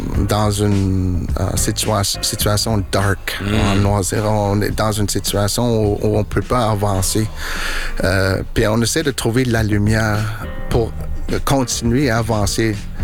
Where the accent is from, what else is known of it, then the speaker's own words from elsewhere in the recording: Quebec, Canada; moved away; j'ai grandi dans le Nord, puis de démarrer à Montréal, surtout dans une grande ville